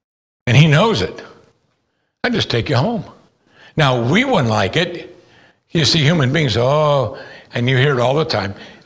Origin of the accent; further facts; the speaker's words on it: United States; you and I are conditioned as Americans